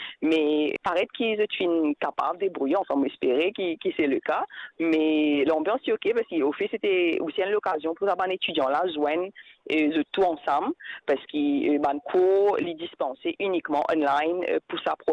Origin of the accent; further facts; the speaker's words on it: Rodrigues, Mauritius; accent: Rodrigues Creole; first language Rodrigues Creole; French is a second language; Créole Rodrigue, qui est ma langue maternelle